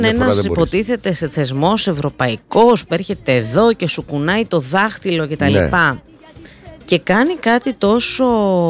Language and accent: Greek; Greece; εγώ να σου πω κάτι ως Ελληνίδα τώρα